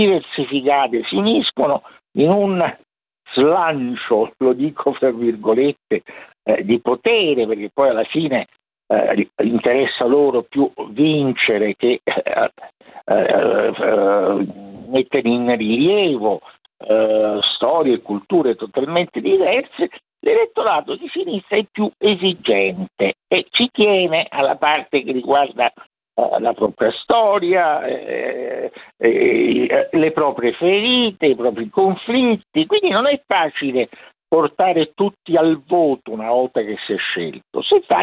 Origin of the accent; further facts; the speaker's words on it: Rome, Lazio, Italy; siccome sono romano io